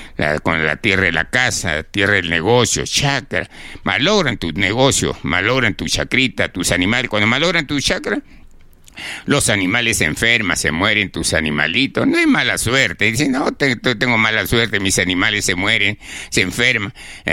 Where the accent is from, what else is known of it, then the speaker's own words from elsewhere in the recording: Chiclayo, Lambayeque, Peru; moved away; yo me he criado con mi abuelo … que me enseñó este trabajo allá en Chiclayo, en mi tierra.